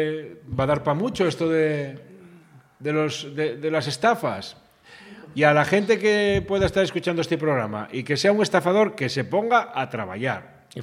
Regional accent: Valladolid, Castile and León, Spain; Oye, que soy de Valladolid.

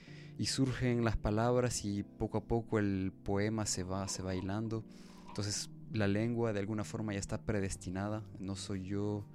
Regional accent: Honduras; nos sigue afectando mucho como hondureños, esta idea de este sentimiento de inferioridad que sentimos, no solo como hondureños, sino también con nuestras culturas.

